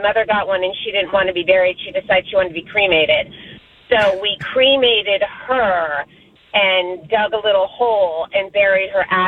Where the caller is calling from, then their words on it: Bethesda, Maryland, United States; I am calling you from Bethesda.